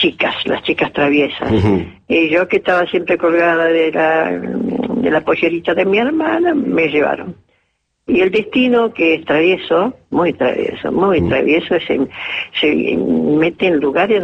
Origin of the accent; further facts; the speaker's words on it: Villa Ballester, Buenos Aires Province, Argentina; born there; Yo nací en Buenos Aires